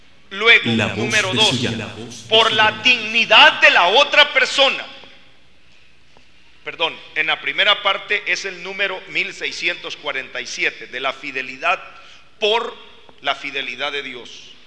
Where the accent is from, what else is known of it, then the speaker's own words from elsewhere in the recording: Guatemala; Yo vengo de un país de Centroamérica que se llama Guatemala, en donde el grito, el clamor popular es fusilen a los secuestradores.